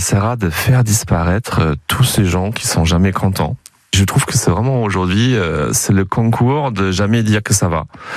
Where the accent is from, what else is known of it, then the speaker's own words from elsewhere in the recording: Grand Est, France; Je sais que je suis champenois parce que j'habite au milieu de la montagne de Reims, dans un petit village entouré de vignes et des forêts.